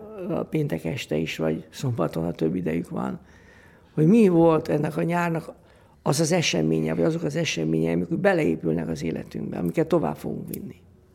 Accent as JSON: {"language": "Hungarian", "region": "Budapest", "country": "Hungary", "tie": "born or raised there", "said": "Én angyalföldön nőttem föl"}